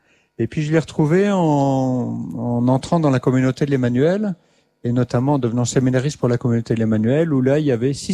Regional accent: Grand Est, France; Voilà, j'étais scout dans ma jeunesse en Alsace.

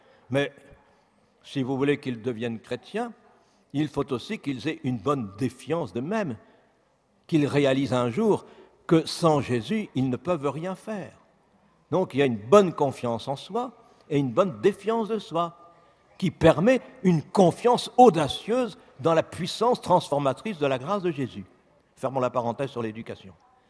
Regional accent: Cambrai, Hauts-de-France, France; born there; Je suis né, j'habite à Cambrai, célèbre pour ses bêtises, d'accord, bon.

